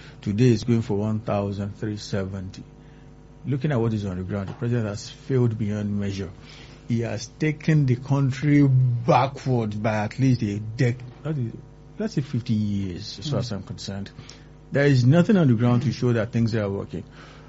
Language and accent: English; Nigeria